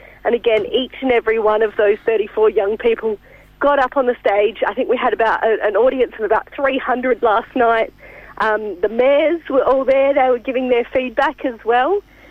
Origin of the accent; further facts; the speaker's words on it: South Australia, Australia; I hail from South Australia, back on the mainland.